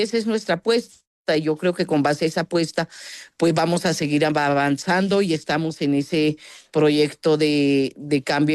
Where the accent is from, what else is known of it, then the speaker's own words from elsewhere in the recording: Colombia; todos somos colombianos y colombianas